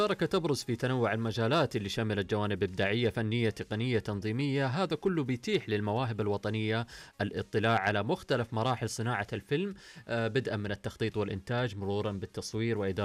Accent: Saudi Arabia; عندنا في السعودية

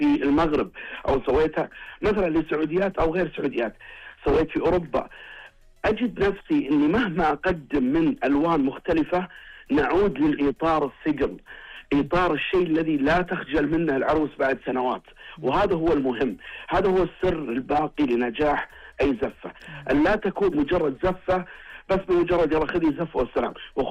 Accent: Saudi Arabia; نحافظ على اطار ثقافتنا احنا كسعوديين

